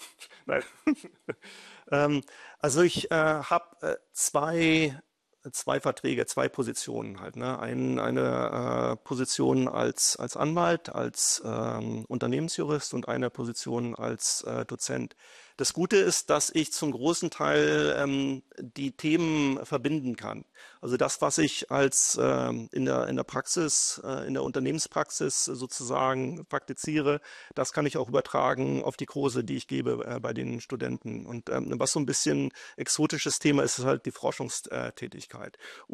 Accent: Salzwedel, Saxony-Anhalt, Germany; moved away as an adult; Das ist meine Heimatstadt. Also ich wurde hier geboren in der Goethestraße, in das so ein rotes Backsteinhaus mit so einer eingravierten Sonne in der Front. Habe meine Schulzeit hier verbracht und auch die Abiturzeit und bin dann erst nach dem Abitur weggezogen

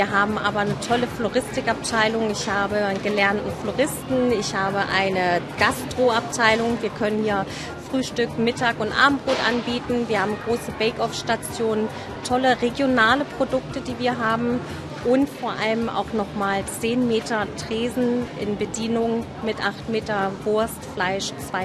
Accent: Augsburg, Bavaria, Germany; now in Harz, Germany; Wie gesagt, bin gebürtige Augsburgerin, also ein bayerisches Madel aus der Puppenkiste entstanden. Ich bin jetzt seit 23 Jahren bei der Rewe, auch dort gelernt und wohne jetzt hier im schönen Harz.

